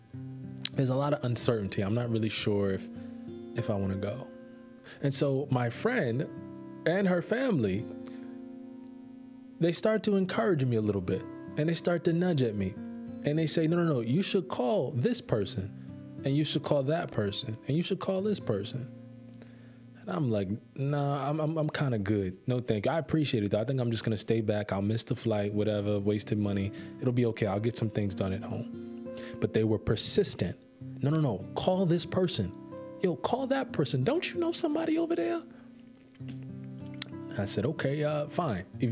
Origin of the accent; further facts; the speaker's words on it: New York, United States; I'm from New York.